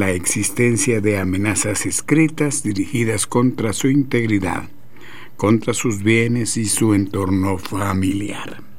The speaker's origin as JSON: {"language": "Spanish", "region": "Chihuahua", "country": "Mexico", "said": "Voy a seguir defendiendo a Chihuahua porque es mi tierra, es mi trabajo."}